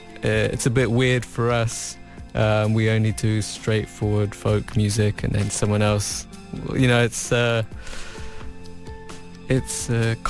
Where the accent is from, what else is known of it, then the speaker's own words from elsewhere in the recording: Australia; now in Portugal; because I grew up in Australia.